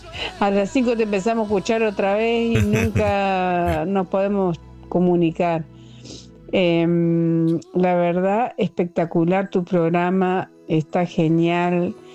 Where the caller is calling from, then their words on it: Concepción del Uruguay, Entre Ríos, Argentina; Soy de Concepción del Uruguay, Entre Ríos.